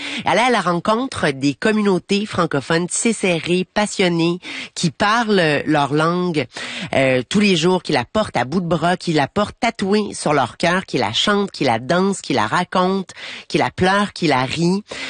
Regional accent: Moncton, New Brunswick, Canada; born there; Moi, je suis née à Moncton, au Nouveau-Brunswick.

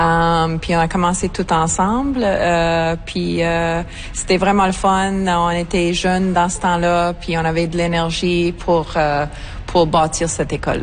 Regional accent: New Brunswick, Canada; moved away as an adult; now in High River, Canada; Nouveau-Brunswick. Ouais, Nouveau-Brunswick

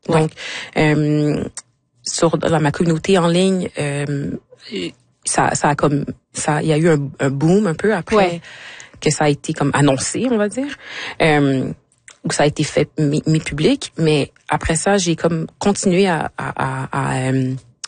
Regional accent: Quebec, Canada; born there; Moi je suis établie ici, je suis née au Québec. C'est ma maison, c'est mon pays.

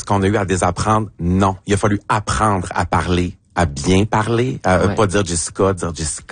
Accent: Lac-Saint-Jean, Quebec, Canada; accent: Saguenay–Lac-Saint-Jean; moved away; quand on revient du lac, on a le gros accent

